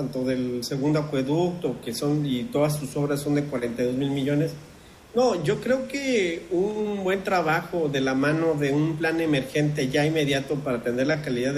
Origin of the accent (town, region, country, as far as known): Guadalajara, Jalisco, Mexico